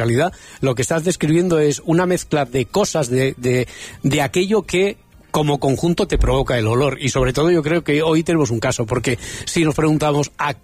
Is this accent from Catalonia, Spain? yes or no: yes; Cerdanyola del Vallès, Catalonia, Spain; also born or lived in Barcelona; yo de pequeño vivía en Barcelona ciudad. No sé a qué olía el otoño. En Barcelona, no recuerdo, no tengo. En cambio, cuando a los 9 años me fui a vivir al Vallés, a Sardañola, y Sardañola sobre todo era más pueblo que ciudad